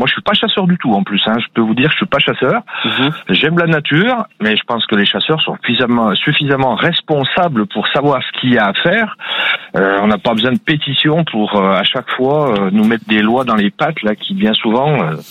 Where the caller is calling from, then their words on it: Auvergne-Rhône-Alpes, France; De Savoie